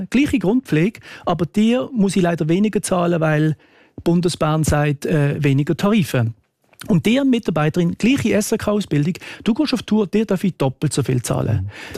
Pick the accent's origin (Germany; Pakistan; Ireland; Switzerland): Switzerland